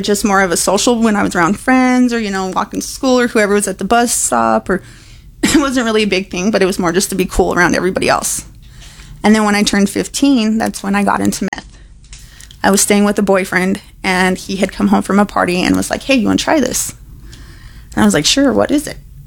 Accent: Fort Morgan, Colorado, United States; from Fort Morgan.

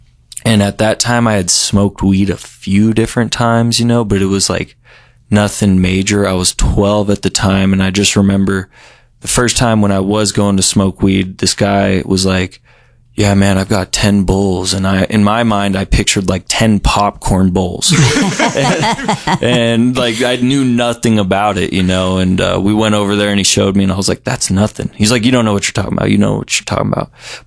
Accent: Broomfield, Colorado, United States; I grew up in Broomfield, Colorado. Nice neighborhood, good family

